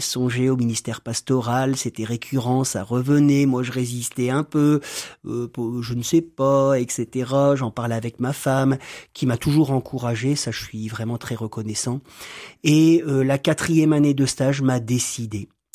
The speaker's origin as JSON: {"language": "French", "town": "Roubaix", "region": "Hauts-de-France", "country": "France", "tie": "born there", "also_born_or_lived": "Gap", "moved": "as an adult", "lives_now": "Villeneuve-d'Ascq, France", "said": "Je suis né à Roubaix."}